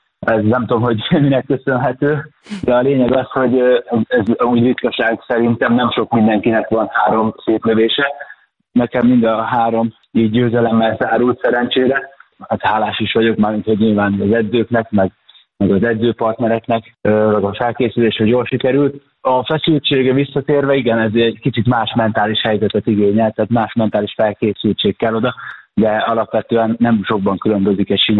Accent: Győr, Győr-Moson-Sopron, Hungary; tehát én Győrben nőttem föl. A Győri Kajakkenu Egyesületben nőttem föl

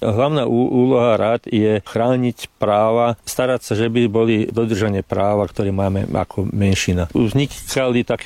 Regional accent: Ilok, Vukovar-Srijem County, Croatia; Väčšinou, ako aj ostatní Slováci z Iloku, my sme prišli z Vojvodiny.

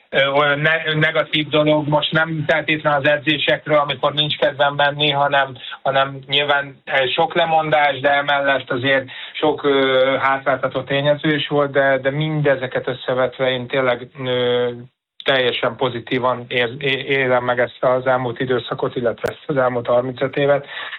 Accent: Budapest, Hungary; amikor tényleg az MTK pályán, a Csömri úton, amit felnőttem

